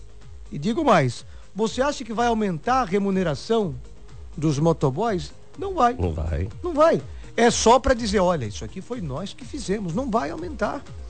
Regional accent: Brazil; nós somos brasileiros.

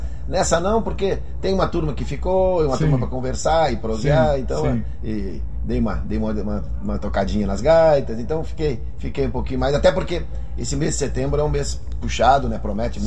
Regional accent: Porto Alegre, Rio Grande do Sul, Brazil; born there; É, eu tô mais cidadão barrense que porto-alegrense. Eu nasci em Porto Alegre, mas...

